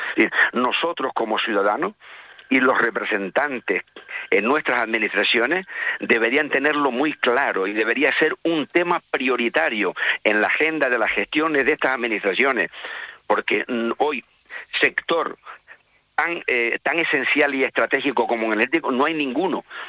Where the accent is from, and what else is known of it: Canary Islands, Spain